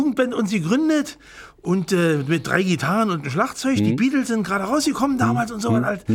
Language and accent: German; Berlin, Germany; Ich bin in Prenzlauer Berg zur Schule gegangen, in der Greifenhagener Straße, 25. Oberschule.